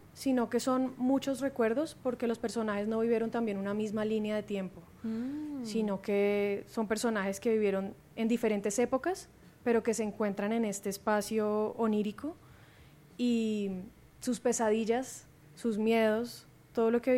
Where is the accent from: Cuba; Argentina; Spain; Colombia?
Colombia